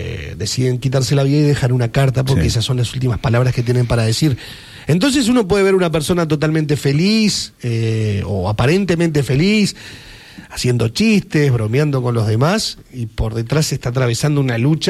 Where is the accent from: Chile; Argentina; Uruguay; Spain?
Uruguay; yo pertenezco a esta comunidad, somos uruguayos, vamos arriba, estamos en Mundial, cuarto de final